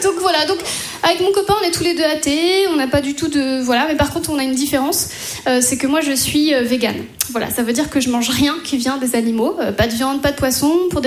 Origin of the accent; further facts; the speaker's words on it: Brittany, France; moved away; j'ai été obligée de quitter mon pays en 2008. La Bretagne. Mais bien sûr que j'ai quitté la Bretagne.